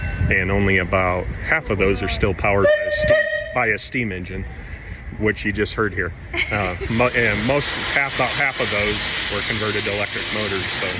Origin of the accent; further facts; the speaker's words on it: Muscatine, Iowa, United States; I'm from Muscatine.